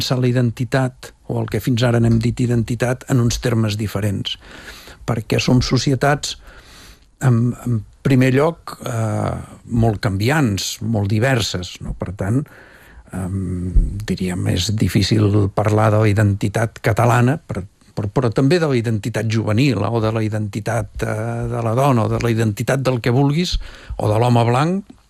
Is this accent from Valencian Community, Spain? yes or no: no; Terrassa, Catalonia, Spain; es nota que sóc de Terrassa